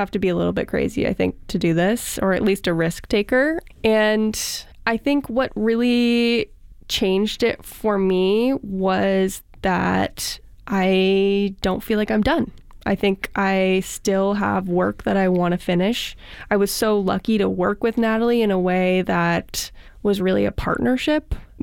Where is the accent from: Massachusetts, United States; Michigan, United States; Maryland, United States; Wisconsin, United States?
Massachusetts, United States; Williamsburg; I grew up in Williamsburg.